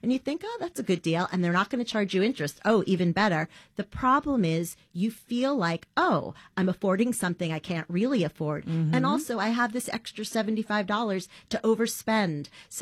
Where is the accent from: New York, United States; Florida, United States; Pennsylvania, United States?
New York, United States; New York City; born or raised there